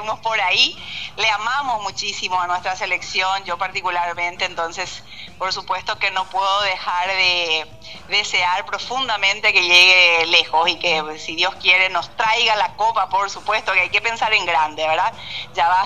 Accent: Paraguay; Me encantaría como paraguaya

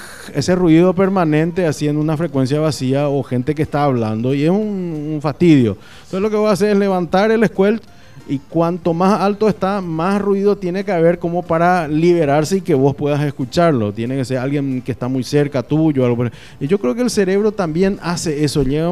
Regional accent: San Pedro, Paraguay; Nosotros somos de San Pedro, somos norteños, segundo departamento.

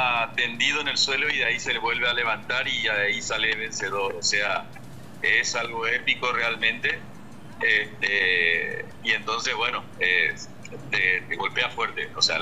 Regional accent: Paraguay; como paraguayo me desagradó la actitud de Mbappé.

